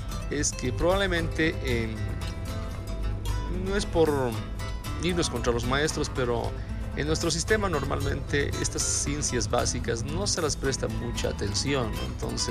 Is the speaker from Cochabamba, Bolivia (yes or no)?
no; La Paz, Bolivia; Que está en La Paz, algo muy nuestro como paseños